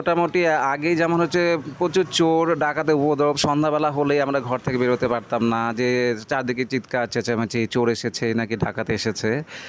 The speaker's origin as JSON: {"language": "Bangla", "region": "West Bengal", "country": "India"}